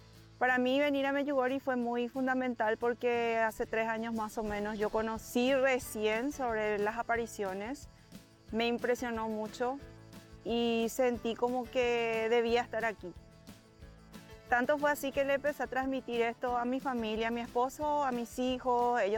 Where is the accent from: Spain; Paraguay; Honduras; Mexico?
Paraguay; soy de Paraguay y ahora ya me declaro hija mariana.